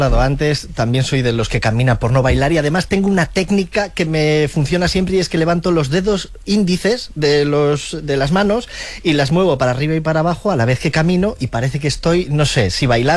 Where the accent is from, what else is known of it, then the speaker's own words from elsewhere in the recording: Priaranza del Bierzo, Castile and León, Spain; now in Valladolid, Spain; Hombre, pues en mi pueblo, que es Priaranza del Bierzo, es un pequeño pueblo de 200 habitantes en el Bierzo, en la provincia de León